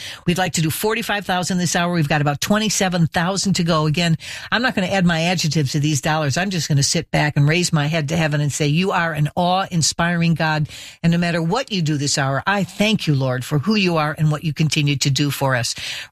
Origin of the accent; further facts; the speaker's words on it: Midwest, United States; now in East Coast, United States; when I was raised in the Midwest, that'd be the time you'd go out for a fish fry. They don't do that so much here on the East Coast